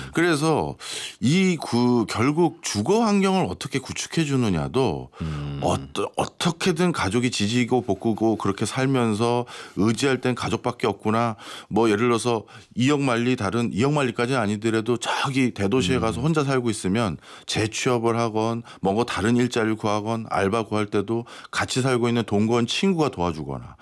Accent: Seoul, South Korea; 저는 집도 서울이라서 굳이 나가서 따로 살 이유가 없잖아요.

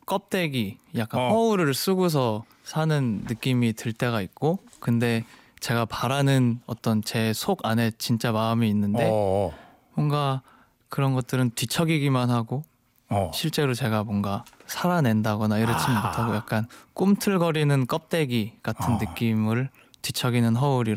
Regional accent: Seoul, South Korea; 저도 서울에서 태어나서 거의 쭉 살고 있어서.

